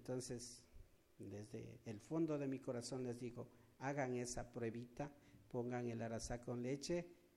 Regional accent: Quito, Pichincha, Ecuador; moved away; yo soy de Quito, ¿no? Pero ya vivo mucho tiempo

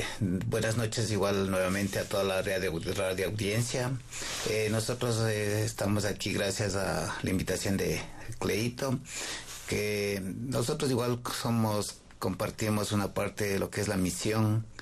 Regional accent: Urcuquí, Imbabura, Ecuador; now in Itulcachi, Ecuador; Verá, prácticamente yo soy de la provincia de Imbabura.

